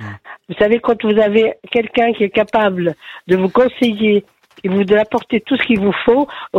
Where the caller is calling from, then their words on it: Yerres, Île-de-France, France; je suis à Hyères dans l'Essonne.